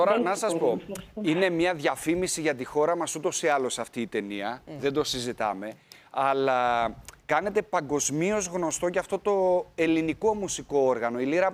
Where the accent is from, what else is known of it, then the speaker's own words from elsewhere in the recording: Northern Greece, Greece; Και εγώ και η κυρία Κουτροκό είμαστε βορειοελλαδίτες. Εντάξει, εγώ δεν είμαι Θεσσαλονικιός, αλλά είμαι βορειοελλαδίτης.